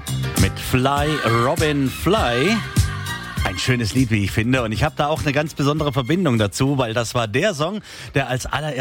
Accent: Offenburg, Baden-Württemberg, Germany; dann Richtung Pforzheim gefahren bin, von Offenburg aus, von meiner Heimat.

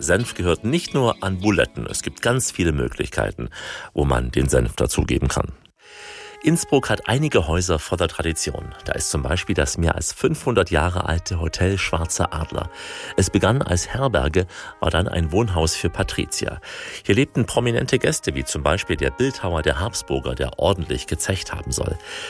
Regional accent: Saxony, Germany; Als Sachse kennt man den Bautzner.

